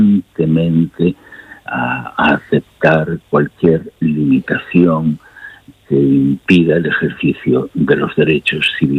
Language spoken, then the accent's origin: Spanish; El Bierzo, Castile and León, Spain; mi tierra natal, de los Montes de León, en las fronteras con Galicia, en el Bierzo.